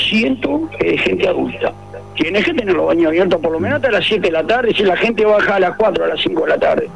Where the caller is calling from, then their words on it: Maldonado, Uruguay; como soy de Maldonado